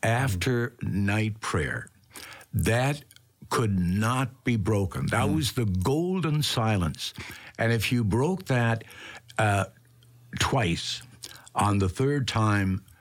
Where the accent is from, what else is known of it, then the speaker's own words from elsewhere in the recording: Galway, Connacht, Ireland; moved away as an adult; now in United States; I was from Galway, and I went to high school in Galway, and then went to the seminary in St. Peter.